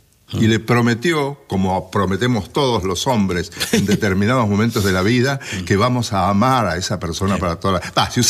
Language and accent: Spanish; Bragado, Buenos Aires Province, Argentina; Yo soy de La Llanura, de un pueblo que se llamaba Bragado.